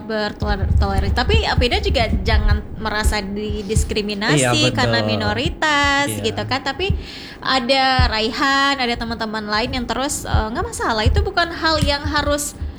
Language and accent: Indonesian; Aceh, Indonesia; kita kan memang Aceh gitu kan